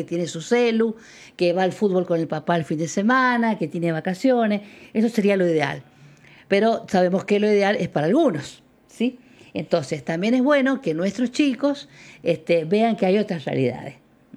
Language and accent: Spanish; Argentina; son 24 fotografías de cómo somos los argentinos.